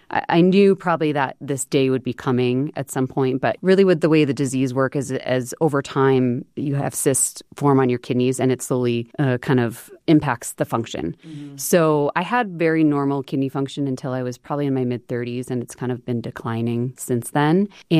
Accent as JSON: {"language": "English", "town": "Chicago", "region": "Illinois", "country": "United States", "moved": "yes", "said": "I'm originally from Chicago."}